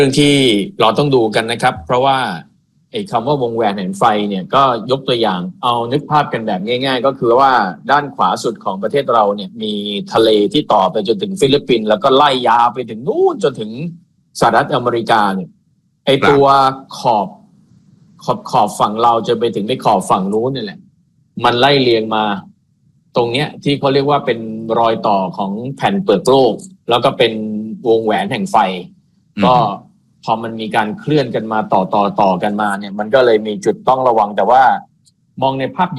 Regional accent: Nonthaburi, Thailand; เป็นคนนนทบุรีโดยกำเนิดอยู่ที่นนทบุรีมากว่า50ปีน้ำท่วมมา3รอบ

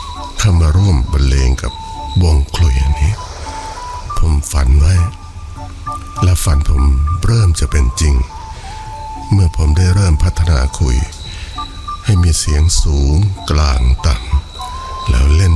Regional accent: Sing Buri, Thailand; ในชีวิตผมตั้งแต่สมัยเด็กๆที่อยู่บ้านนอกที่อยู่สิงห์บุรี

